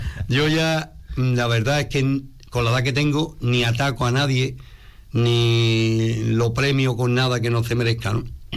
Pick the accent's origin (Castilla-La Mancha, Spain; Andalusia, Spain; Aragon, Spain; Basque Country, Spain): Andalusia, Spain; Jerez de la Frontera; yo soy de Jerez.